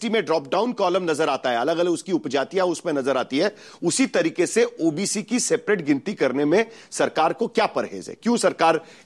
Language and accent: Hindi; Maharashtra, India; मैं महाराष्ट्र से आता हूं